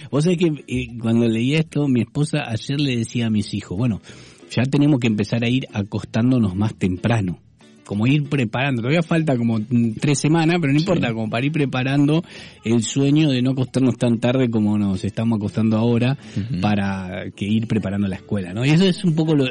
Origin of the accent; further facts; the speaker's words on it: Argentina; Sí, bueno, claro, nosotros, acá yo pensé que no me iba a acostumbrar, pero sí me he acostumbrado. Pero en Argentina uno se acuesta 10:30